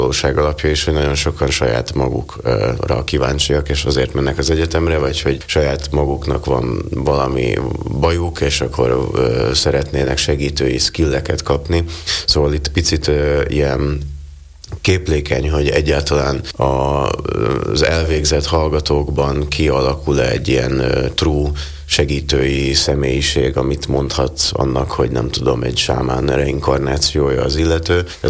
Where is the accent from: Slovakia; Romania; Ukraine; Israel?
Slovakia; now in Budapest, Hungary; Ugye én Budapesten tanulok, Szlovákiából költöztem oda 2 éve.